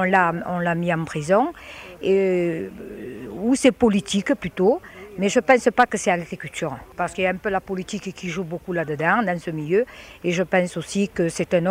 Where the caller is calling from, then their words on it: Marseille, Provence-Alpes-Côte d'Azur, France; Je suis de Marseille